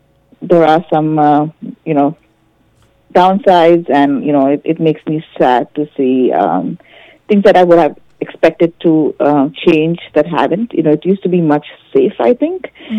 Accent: Mumbai, Maharashtra, India; moved away; pretty much for the most part of my life, I grew up in Mumbai.

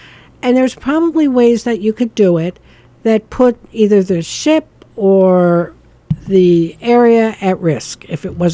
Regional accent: New York City, New York, United States; moved away as an adult; I was originally from New York City

